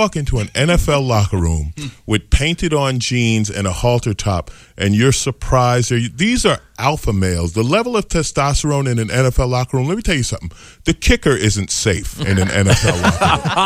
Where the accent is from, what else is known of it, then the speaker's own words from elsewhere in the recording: New York, United States; I'm a Jet fan. I grew up in New York. I'm a Jet fan.